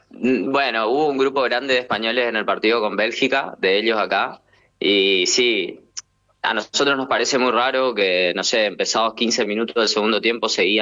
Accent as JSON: {"language": "Spanish", "country": "Argentina", "moved": "yes", "lives_now": "Madrid, Spain", "said": "nosotros acá que se consume mucho y somos todos argentinos"}